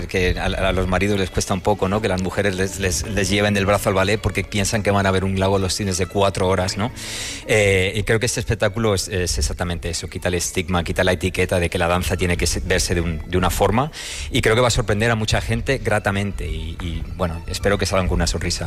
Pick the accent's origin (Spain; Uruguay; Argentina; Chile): Spain; moved away as an adult